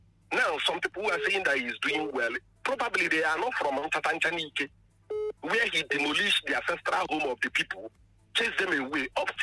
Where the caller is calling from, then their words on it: Enugu State, Nigeria; I am from Nkanu East.